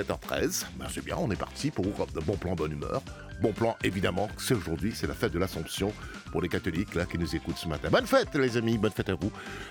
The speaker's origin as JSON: {"language": "French", "country": "Mauritius", "said": "chez nous à Maurice."}